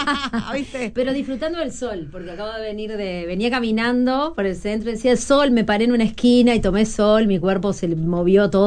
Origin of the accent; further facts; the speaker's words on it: Canelones, Uruguay; Yo soy de Canelones